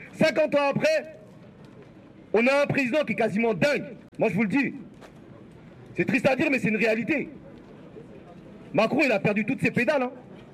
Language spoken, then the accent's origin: French; France; nous en tant que citoyens français, nous on est des Français, moi je ne vais pas renier ce côté-là, j'ai une double culture. Et j'en suis fier d'avoir cette double culture.